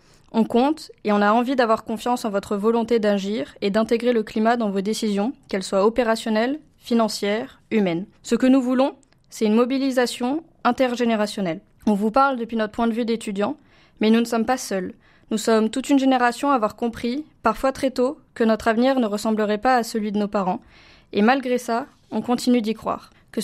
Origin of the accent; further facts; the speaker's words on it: Guadeloupe; moved away as an adult; now in Montpellier, France; je viens de la Guadeloupe.